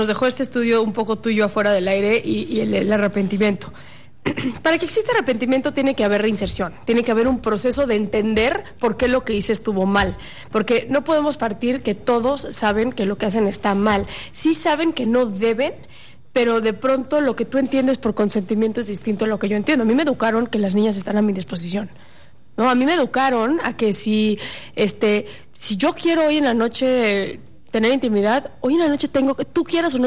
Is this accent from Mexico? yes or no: yes; Mexico City, Mexico; Somos de la Ciudad de México